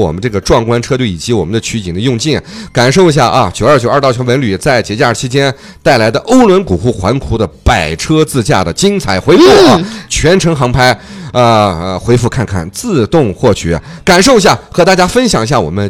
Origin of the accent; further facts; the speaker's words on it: Xinjiang, China; born there; 我也是二刚长大的孩子呀